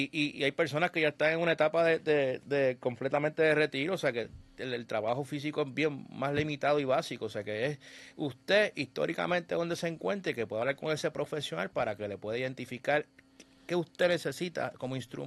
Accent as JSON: {"language": "Spanish", "country": "Puerto Rico"}